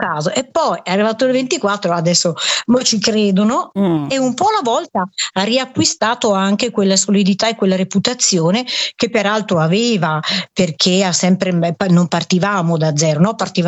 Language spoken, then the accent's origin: Italian; Trentino-Alto Adige, Italy; now in Novara, Italy; sono trentina